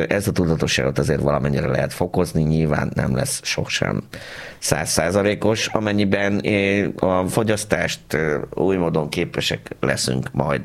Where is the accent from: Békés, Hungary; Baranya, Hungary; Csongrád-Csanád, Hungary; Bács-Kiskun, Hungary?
Baranya, Hungary; Pécs; born there; én pécsiként sosem libikókáztam, mert mi döcögőztünk